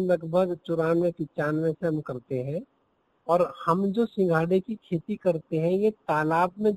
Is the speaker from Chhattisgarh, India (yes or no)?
no; Nandi, Uttar Pradesh, India; मेरा गांव ननदी, फिरोजपुर ब्लॉक बलियाखेड़ी जनपद सहारनपुर उत्तर प्रदेश का किसान हूँ।